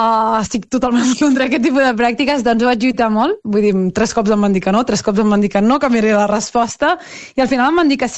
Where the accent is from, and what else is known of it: Vilassar de Mar, Catalonia, Spain